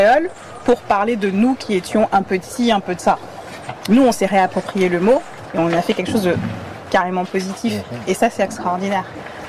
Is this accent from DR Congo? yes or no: no; Guadeloupe, France; En tant que Guadeloupéen, en tant qu'Antillais